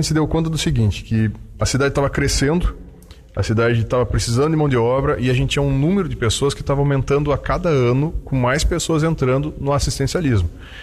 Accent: Dona Francisca, Rio Grande do Sul, Brazil; moved away; also born or lived in Bento Gonçalves; A minha origem é de Dona Francisca

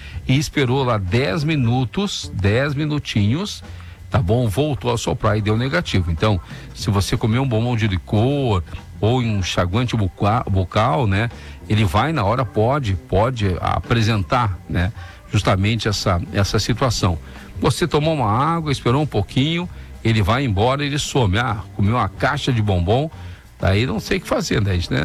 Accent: Porto Alegre, Rio Grande do Sul, Brazil; Eu sou da Zona Sul de Porto Alegre. Aqui na bairro Cristal, Camaquã, Tristeza, essa região cavalhada que eu me criei

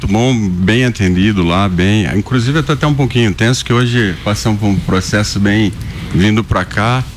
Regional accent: Capivari, São Paulo, Brazil; born there; also born or lived in Ribeirão Preto; now in Sorocaba, Brazil; Na realidade eu nasci em Capivari, minha esposa nasceu em Itu. Ficamos 20 anos para Ribeirão Preto. Nós voltamos também em Sorocaba agora.

